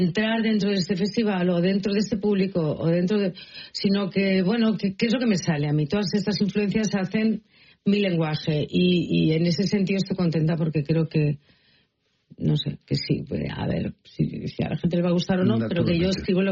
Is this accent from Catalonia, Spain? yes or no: yes; Catalonia, Spain